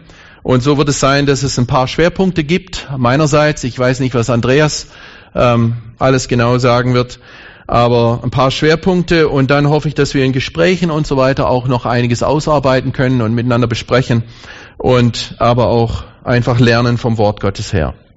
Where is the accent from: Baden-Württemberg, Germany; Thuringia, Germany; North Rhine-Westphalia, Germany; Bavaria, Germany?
Thuringia, Germany; Ich komme aus dem Thüringer Wald. Wer ist schon mal im Thüringer Wald gewesen hier?